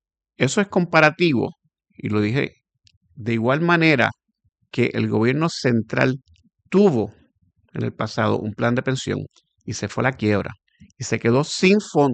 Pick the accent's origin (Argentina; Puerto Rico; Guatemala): Puerto Rico